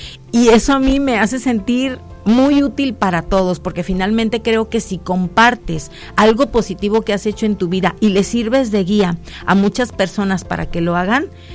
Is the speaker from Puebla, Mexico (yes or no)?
no; Tepic, Nayarit, Mexico; yo estoy enamorada de Tepic en todos los sentidos, entonces me pesaba tanto, decía, ¿cómo voy a dejar de donde soy para irme a otro lado?